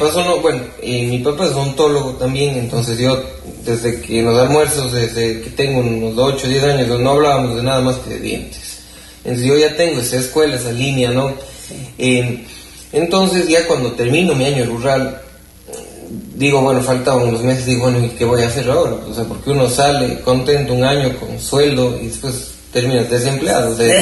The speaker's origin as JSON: {"language": "Spanish", "town": "Cuenca", "region": "Azuay", "country": "Ecuador", "moved": "as an adult", "lives_now": "Patuca, Ecuador", "said": "y obviamente serrano, pues, cuencanito, colorado, vengo a este calor"}